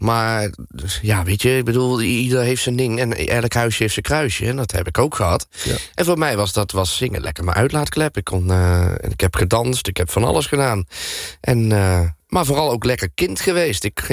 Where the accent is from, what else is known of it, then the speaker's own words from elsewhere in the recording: Tiel, Gelderland, Netherlands; born there; de stad waar ik geboren ben.